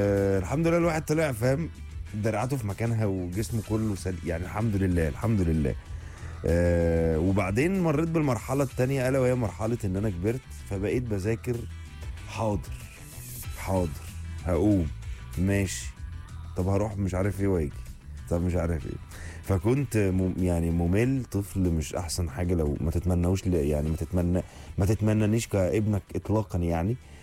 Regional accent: Giza, Giza Governorate, Egypt; من الجيزه

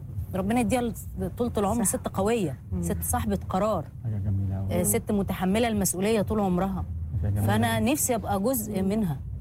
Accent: Sharqia Governorate, Egypt; moved away as an adult; now in Cairo, Egypt; وانا كنت من الشرقيه فاحنا جينا من الشرقيه عشان اقدم في معهد فنون مسرحيه

